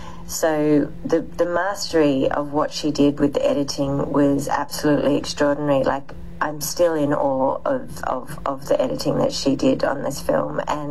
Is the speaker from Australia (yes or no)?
yes; Australia; being an Australian woman and working in the film industry